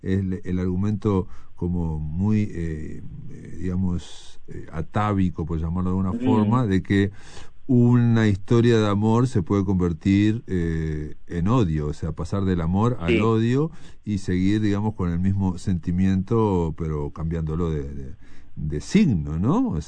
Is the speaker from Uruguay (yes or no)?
yes; Fray Bentos, Río Negro, Uruguay; yo soy del litoral, soy de Fray Ventos